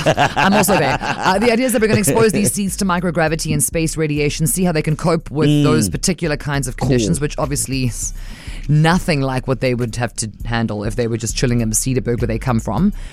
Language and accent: English; South Africa; proud of being South African